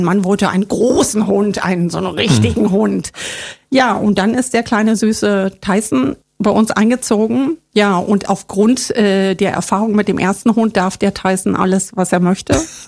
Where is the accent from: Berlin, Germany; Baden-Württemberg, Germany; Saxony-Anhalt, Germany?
Saxony-Anhalt, Germany; Ja, ich bin ein Kind des Ostens. Ja. Ich bin im Osten groß geworden.